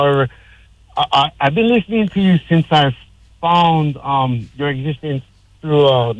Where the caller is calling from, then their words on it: Hawaii, United States